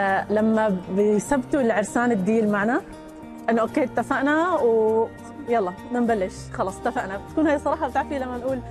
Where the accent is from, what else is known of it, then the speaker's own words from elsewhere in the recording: Aleppo, Aleppo Governorate, Syria; اما للمستقبل صراحه انا من حلب، فعم نفكر جدا جدا انه خلال السنه القادمه بس شوي استقر الاوضاع هناك اكثر انه يكون في لنا مشروع بحلب